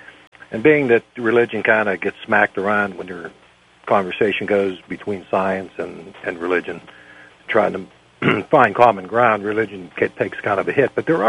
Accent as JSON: {"language": "English", "region": "Pennsylvania", "country": "United States", "said": "I'm from Western Pennsylvania."}